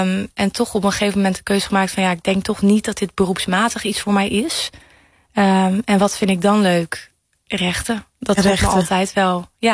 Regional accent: Apeldoorn, Gelderland, Netherlands; Geboren en getogen in Apeldoorn.

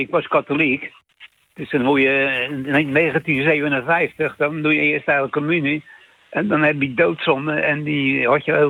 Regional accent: Schiedam, South Holland, Netherlands; Ik ben in Schiedam geboren. Toen gingen we in de oorlog in Hendrik Ierwambach wonen. En toen weer terug naar Schiedam, naar de Brandersbuurt. Dat was een volksbuurt.

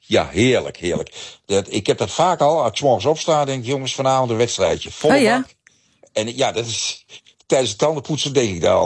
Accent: Gelderland, Netherlands; moved away; En ik was vroeger wel eens discjockey geweest in de Achterhoek, onder andere, waar ik vandaan kom.

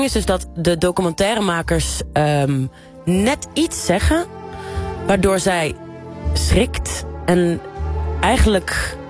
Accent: Eindhoven, North Brabant, Netherlands; Ik kom uit Eindhoven.

